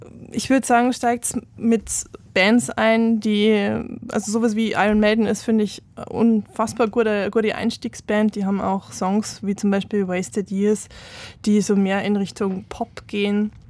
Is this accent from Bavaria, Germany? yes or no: yes; Abensberg, Bavaria, Germany; Also ich bin in der Punk-Szene aufgewachsen. Die Musikszene in Abensberg war mehr oder weniger Punk-Szene.